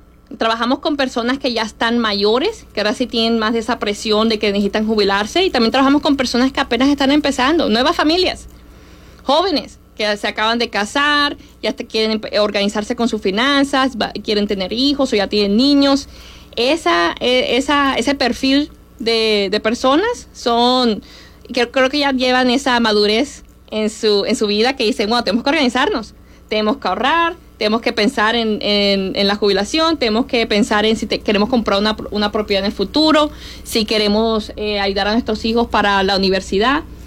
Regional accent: Miami, Florida, United States; Yo vengo de Miami, así que acá no estoy tan segura.

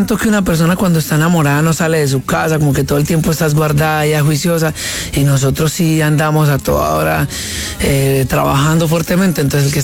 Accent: Colombia

